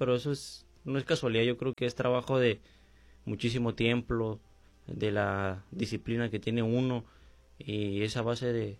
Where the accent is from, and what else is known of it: Ascensión, Chihuahua, Mexico; born there; also born or lived in Casas Grandes, Chihuahua